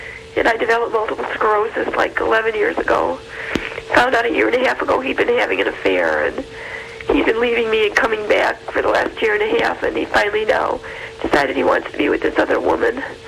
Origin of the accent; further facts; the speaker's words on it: Chicago, Illinois, United States; Chicago, Illinois.